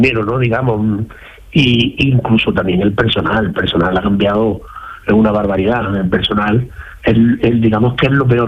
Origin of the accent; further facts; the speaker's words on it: Córdoba, Andalusia, Spain; yo es que soy muy amante de Andalucía, eso lo primero. Soy muy cordobés, y eso no me lo va a quitar nadie